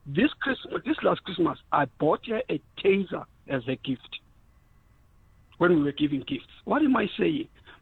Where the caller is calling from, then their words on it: South Africa; I'm being real as a South African.